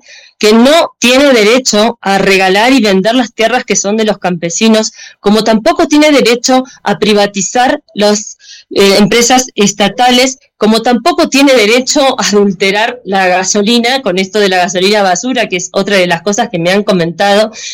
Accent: Argentina

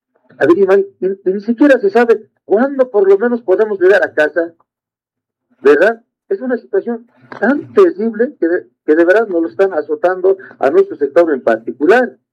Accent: Bolivia; Nosotros también somos pueblo, ¿ya? Nosotros también somos bolivianos.

